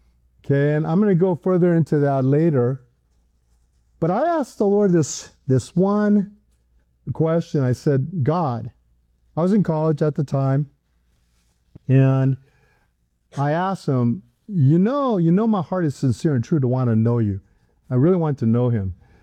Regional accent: Hawaii, United States; I grew up in Hawaii. I was in Hawaii, and that's where I went to school.

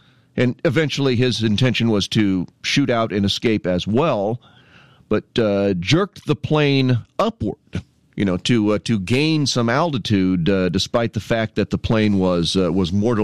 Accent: Canton, Illinois, United States; my hometown is the beautiful city of Canton, to the west of us, over in Fulton County, born and raised.

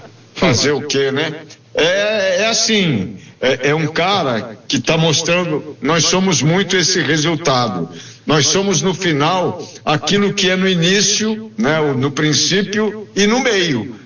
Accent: Brazil; não sei se só para nós que somos brasileiros, né?

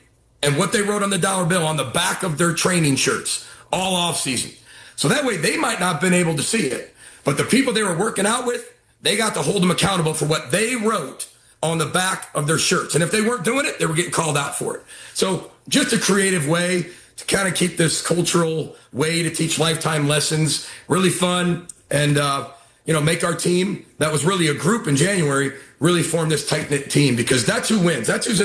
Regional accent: Midwest, United States; I mean, I love the Big Ten. I grew up in the Midwest. I've been a Big Ten fan forever.

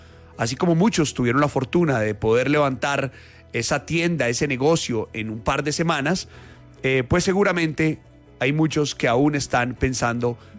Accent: Colombia; esto lo hacemos paso a paso, de a poco, como colombianos, como país.

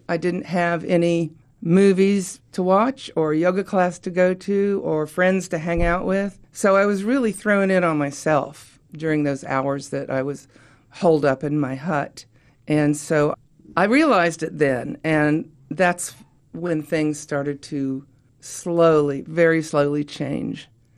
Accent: Oak Ridge, Tennessee, United States; born or raised there

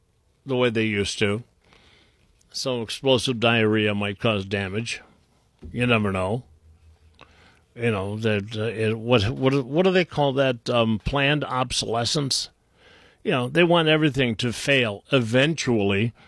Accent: Willowick, Ohio, United States; I grew up in Willowick, which is just a little... the houses are basically one right next to the next and, you know, little cookie-cutter type things.

